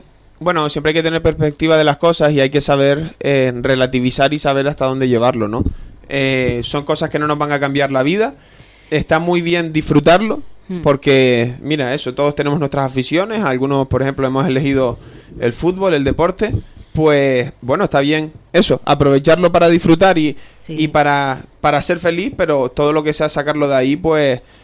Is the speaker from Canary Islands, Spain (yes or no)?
yes; Santa Brígida, Canary Islands, Spain; yo soy de Santa Brida, estoy acostumbrado a la tranquilidad del campo.